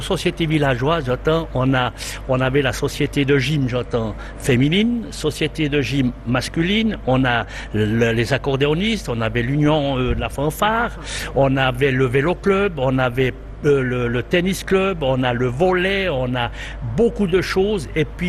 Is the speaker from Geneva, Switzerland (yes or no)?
no; Péry, Bern, Switzerland; Non, je suis de Péry.